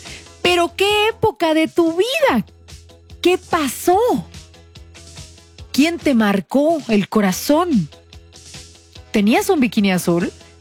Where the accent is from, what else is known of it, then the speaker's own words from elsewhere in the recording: Nuevo León, Mexico; accent: regio; Y no estoy regañando, así hablo con mi acento regio, ¿ok?